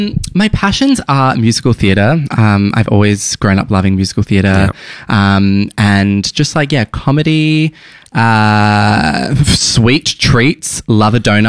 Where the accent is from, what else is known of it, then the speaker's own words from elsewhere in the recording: Adelaide, South Australia, Australia; moved away as an adult; now in Melbourne, Australia; You may be listening from Adelaide. I grew up in Adelaide.